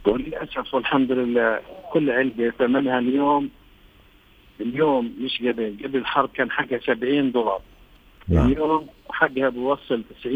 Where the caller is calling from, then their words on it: Gaza, Gaza Strip, Palestine; أنا من غزة.